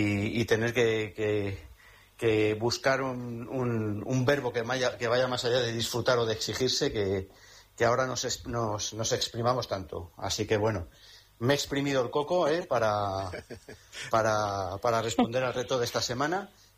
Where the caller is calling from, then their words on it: Segovia, Castile and León, Spain; de Segovia